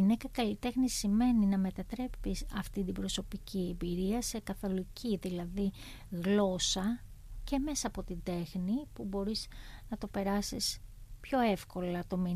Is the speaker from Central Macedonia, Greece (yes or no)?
yes; Central Macedonia, Greece; moved away as an adult; also born or lived in Thessaloniki / Athens; Γεννήθηκα στη Θεσσαλονίκη και μεγάλωσα σε ένα χωριό στην Σπενδάμη Πιερίας, σε ένα καπνοχώραφο θα έλεγα.